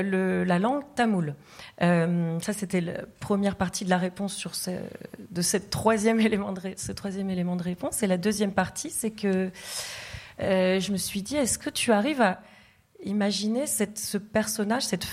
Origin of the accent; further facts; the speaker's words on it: Tamil Nadu, India; first language Tamil; French is a second language; moved away; dans l'état d'où je viens, le Tamil Nadu